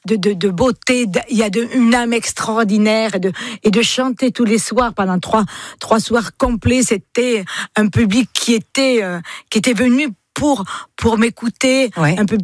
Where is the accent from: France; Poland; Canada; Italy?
France; J'ai le trac quand je me produis dans d'autres pays, mais chez moi en France, c'était beaucoup plus intense